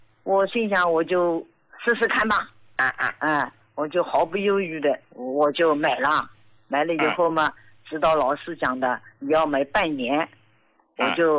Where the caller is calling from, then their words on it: Jiangsu, China; 我今年73岁，我是江苏的。